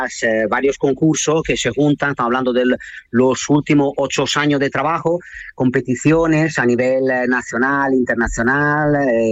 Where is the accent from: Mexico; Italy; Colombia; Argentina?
Italy; Spanish is a second language; now in Cádiz, Spain